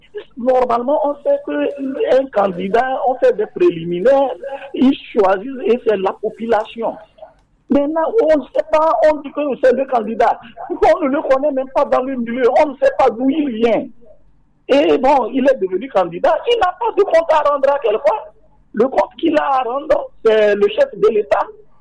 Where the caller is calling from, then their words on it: Légbassito, Maritime, Togo; De Legbacito.